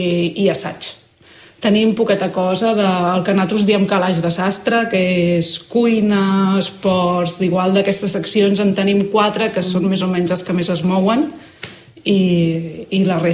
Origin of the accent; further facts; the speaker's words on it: Sabadell, Catalonia, Spain; now in Tarragona, Spain; Jo soc de Sabadell.